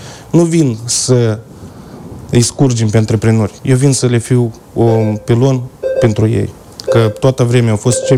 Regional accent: Orhei, Orhei District, Moldova; sunt de Baștină, din Orhei.

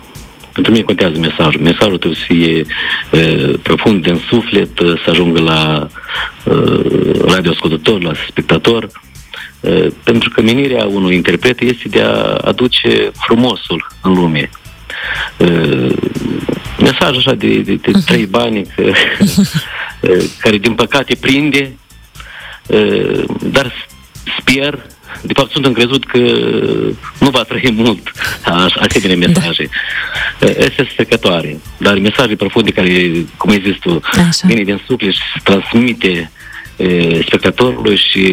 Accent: Verejeni, Telenești District, Moldova; de Verejeni, satul meu de Baștină, din raionul Telenești, unde m-am născut și am crescut, unde am umblat de scurs prin iarbă, un sat frumos, pitoresc, din inima Moldovei

